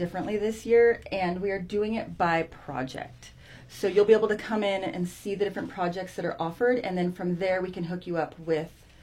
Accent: San Ramon, California, United States; I grew up down in the Bay Area, so I was in the Tassajara 4-H.

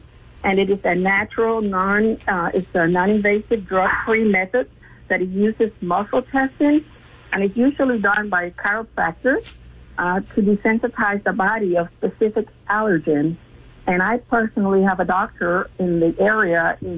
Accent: Fort Worth, Texas, United States; from Fort Worth

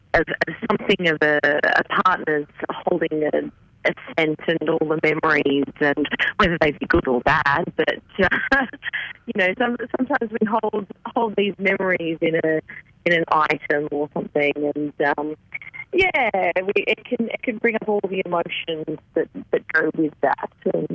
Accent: Nashdale, New South Wales, Australia; now in Central Coast, Australia; originally from Nashdale myself.

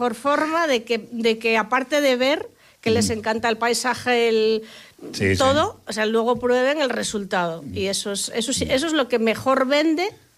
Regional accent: Asturias, Spain; nosotros somos de Asturias

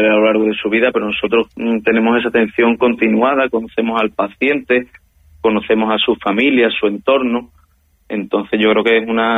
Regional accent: Ceuta, Spain; also born or lived in Seville; Yo nací en Sevilla, pero vine aquí a Ceuta muy pequeño, con algo menos de 3 añitos, y estuve aquí hasta los 18 años, que volví a estudiar la carrera en Sevilla, y aunque he estado 8 años en Sevilla, en el fondo me considero que soy de Ceuta.

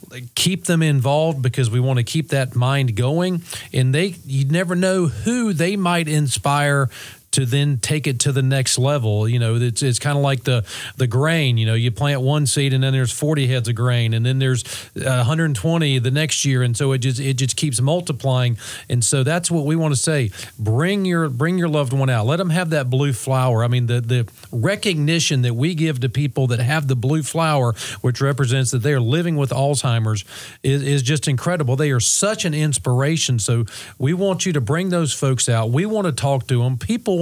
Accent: North Carolina, United States; I grew up

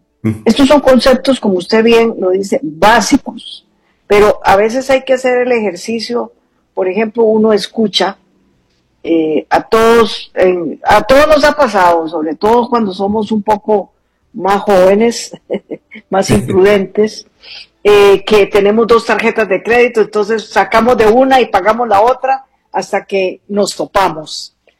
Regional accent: Costa Rica; Nosotros como costarricenses nos evaluamos qué tan conocemos del tema de las tarjetas de crédito

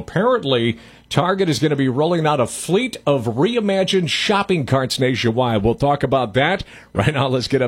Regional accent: Minneapolis, Minnesota, United States; You know, I grew up in Southwest Minneapolis, and you know that, of course, is the headquarters for Target.

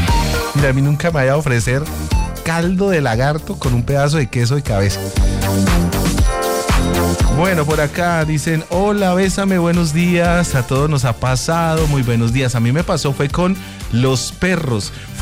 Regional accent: Bucaramanga, Santander, Colombia; yo soy de Bucaramanga

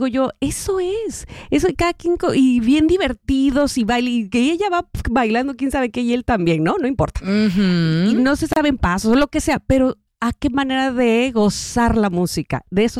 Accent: Mexico

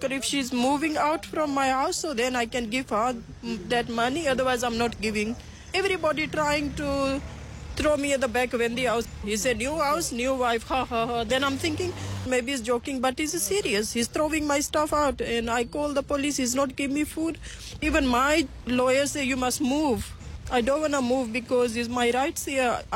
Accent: Pakistan; English is a second language; now in South Africa; Yes, he's from here, and I'm from Pakistan.

